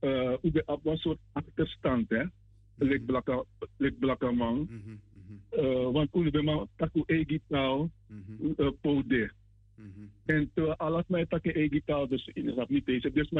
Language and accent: Dutch; Netherlands; also born or lived in Suriname; Ik ben geboren in Suriname, maar Migrokon in Holland.